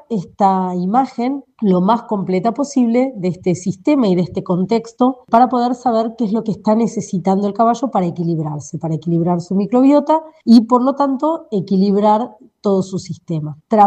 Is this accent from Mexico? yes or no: no; Argentina; now in Santa Fe, Argentina; soy de Argentina, viviendo en la provincia de Santa Fe, la ciudad de Santa Fe, precisamente